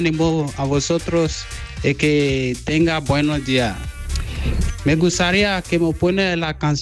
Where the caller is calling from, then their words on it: Pozoblanco, Andalusia, Spain; Te llamo de Pozo Blanco.